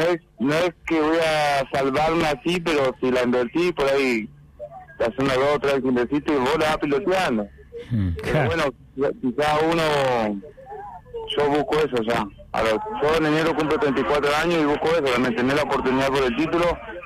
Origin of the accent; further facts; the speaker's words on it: Argentina; Eso lo pasa siempre a nosotros que somos todos argentinos